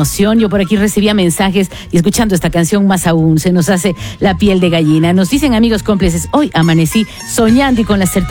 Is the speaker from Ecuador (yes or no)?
yes; Ecuador